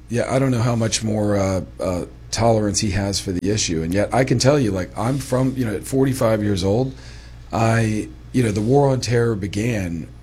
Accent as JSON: {"language": "English", "country": "United States", "said": "this is me as an American."}